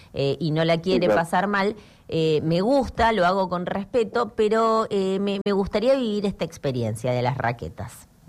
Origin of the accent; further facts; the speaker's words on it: Río Gallegos, Santa Cruz, Argentina; yo soy nacida y criada en la Patagonia pura, en Río Gallegos, así que tengo todo tipo de experiencias con la nieve